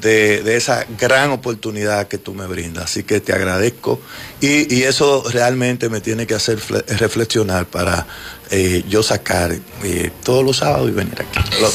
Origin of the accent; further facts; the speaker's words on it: Ramón Santana, San Pedro de Macorís, Dominican Republic; Ramón Santana, mi pueblo natal.